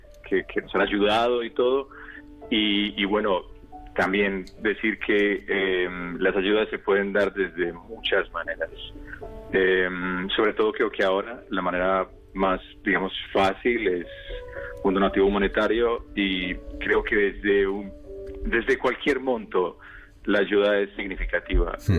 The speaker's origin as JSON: {"language": "Spanish", "country": "Colombia", "moved": "yes", "lives_now": "Carboneras, Spain", "said": "yo soy colombiano, residente en el municipio de Carboneras y me muevo mucho por toda la provincia"}